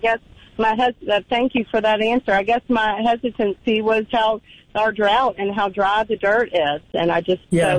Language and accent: English; Memphis, Tennessee, United States; I'm from Memphis originally, so I'm still learning this soil too.